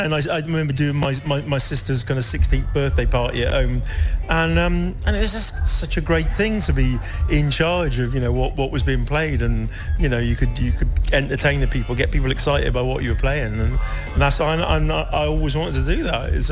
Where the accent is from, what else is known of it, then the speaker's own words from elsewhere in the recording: Portishead, South West England, United Kingdom; So I grew up in Portishead, as did Jeff grew up in Portishead.